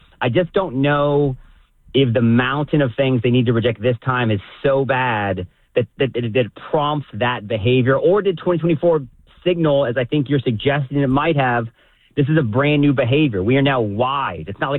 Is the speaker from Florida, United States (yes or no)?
yes; Florida, United States; that crazy DSA candidate from my home state of Florida